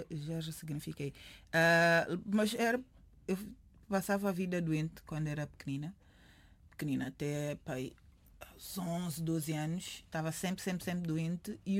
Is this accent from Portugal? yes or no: no; São Tomé & Príncipe; Como boa santomense que eu sou.